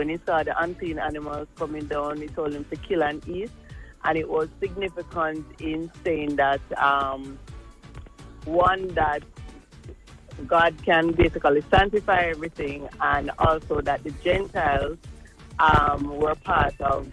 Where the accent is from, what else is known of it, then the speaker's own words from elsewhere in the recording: Spanish Town, Saint Catherine, Jamaica; from Spanish Town.